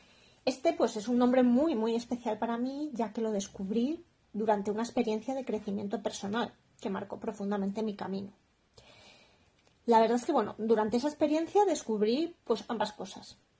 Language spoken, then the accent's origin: Spanish; León, Castile and León, Spain; born there; also born or lived in Ireland; yo nací en León, en España. Es una pequeña ciudad que está más o menos en el norte de España.